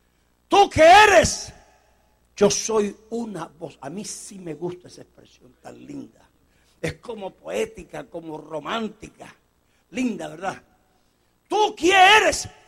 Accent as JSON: {"language": "Spanish", "country": "Colombia", "said": "Los colombianos somos gentiles."}